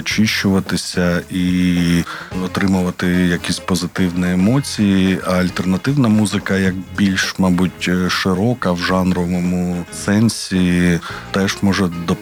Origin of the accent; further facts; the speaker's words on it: Kryvyi Rih, Dnipropetrovsk Oblast, Ukraine; born there; я, і Олександр, мій співавтор, композитор, ми народилися в Кривому Розі